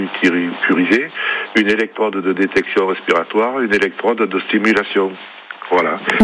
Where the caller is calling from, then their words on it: Paris, Île-de-France, France; je suis à Paris là, depuis à peu près 20 ans.